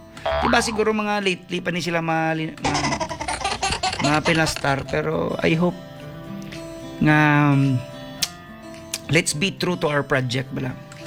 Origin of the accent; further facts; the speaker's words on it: Pasay, Metro Manila, Philippines; also born or lived in Parañaque; kasi I was born in Parañaque, lumaki ako ng Pasay or Electrical Road. I'm a pure Tagalog.